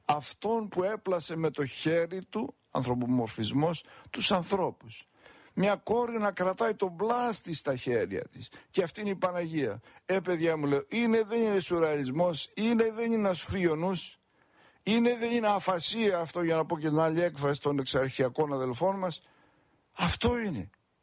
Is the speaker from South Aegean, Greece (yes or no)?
no; Peloponnese, Greece; θυμάμαι μια φορά ένα γεροντάκι στα μέρη μας στην Πελοπόννησο